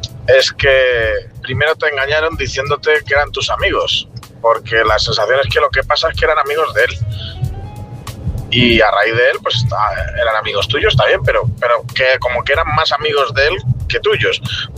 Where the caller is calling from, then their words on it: Palencia, Castile and León, Spain; corresponsal de Palencia